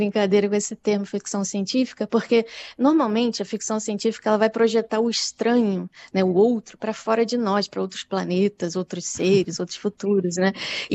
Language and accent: Portuguese; Rio de Janeiro, Brazil; also born or lived in São Paulo; Eu também sou do Rio.